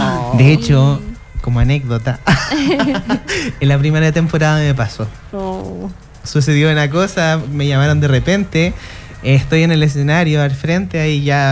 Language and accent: Spanish; Hualañé, Maule, Chile; now in San Francisco de Mostazal, Chile; Oriundo de Gualañé, séptima región.